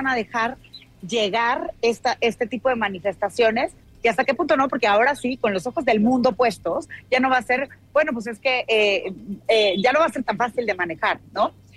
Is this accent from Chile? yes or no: no; Mexico City, Mexico; yo que soy originaria de la Ciudad de México